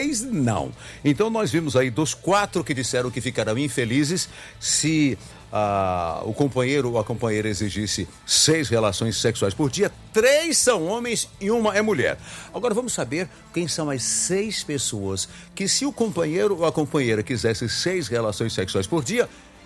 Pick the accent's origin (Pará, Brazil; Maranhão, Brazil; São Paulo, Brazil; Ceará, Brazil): Ceará, Brazil; Eu sou brasileiro. Eu sou cearense.